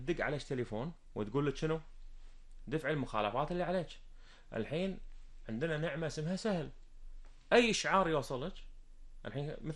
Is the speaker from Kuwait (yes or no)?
yes; Kuwait; إحنا عندنا بالكويت